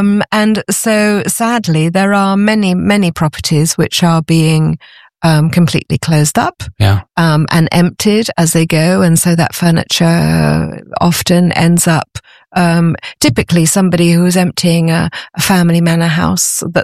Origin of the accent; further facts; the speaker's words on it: United Kingdom; now in France; I'm British originally, and I sometimes antique in a hunt in England, but it's a very different style.